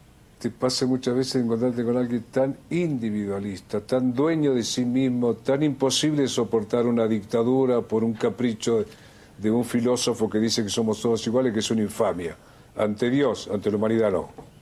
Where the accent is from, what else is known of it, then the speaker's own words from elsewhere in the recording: Argentina; moved away as an adult; Yo no me quedé nunca en un lugar. Pero primero yo no salí como exiliado de Argentina, yo salí a conocer el mundo.